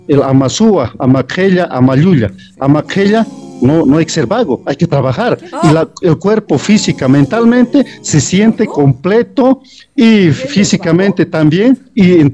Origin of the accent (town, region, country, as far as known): Bolivia